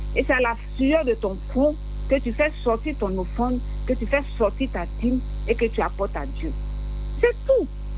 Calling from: Abidjan, Côte d’Ivoire; De Yopougon.

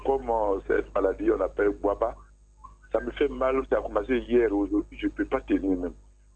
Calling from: Yamoussoukro, Côte d’Ivoire; Bonjour, je vous appelle à Yamsoukro.

